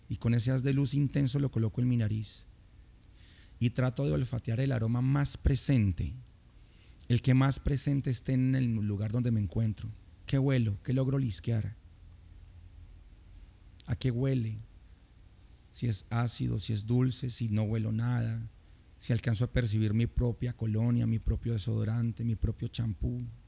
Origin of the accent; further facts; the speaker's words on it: Cali, Valle del Cauca, Colombia; los caleños somos de un corazón enorme